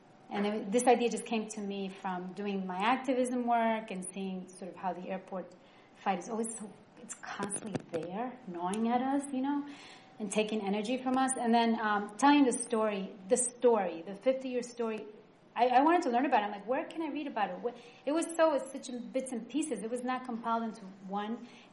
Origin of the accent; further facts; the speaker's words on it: New York City, New York, United States; now in East Boston, United States; growing up in New York City